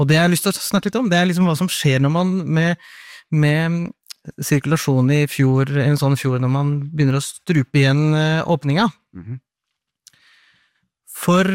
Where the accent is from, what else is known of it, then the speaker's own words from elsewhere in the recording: Nordland, Norway; Og jeg er jo nå fra Beisfjord